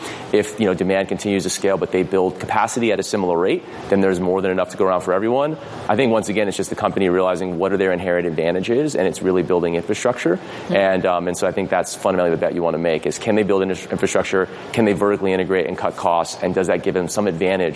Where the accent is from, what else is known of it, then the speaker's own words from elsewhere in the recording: United States; as an American